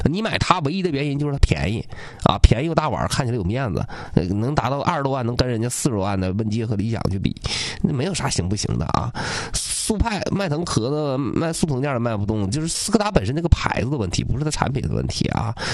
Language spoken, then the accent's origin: Chinese; Changchun, Jilin, China; 我作为长春人